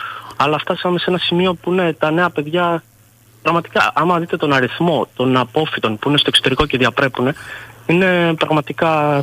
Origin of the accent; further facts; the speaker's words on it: Patras, Western Greece, Greece; moved away as an adult; Εγώ είμαι κάτοικος Πάτρας.